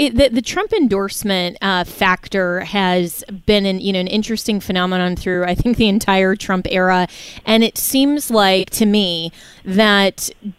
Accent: Florida, United States; my home state of Florida

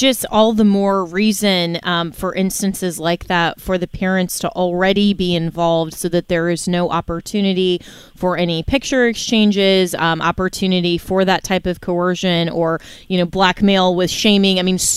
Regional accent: Florida, United States; You're very lucky to have her here in my home state of Florida.

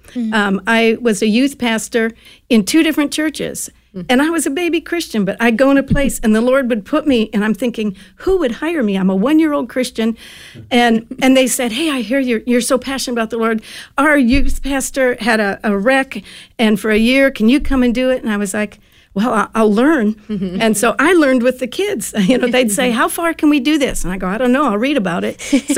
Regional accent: Hawaii, United States; moved away as an adult; also born or lived in Connecticut; in college, I moved from Hawaii to Connecticut

